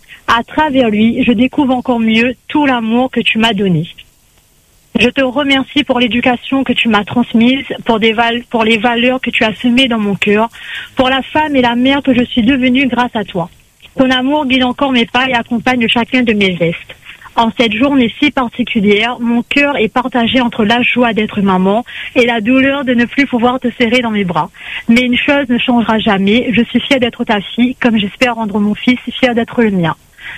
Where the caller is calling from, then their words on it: Sainte-Suzanne, Réunion; Alors, de Bâle-Saint-Suzanne, mais là, je vais à Saint-Pierre.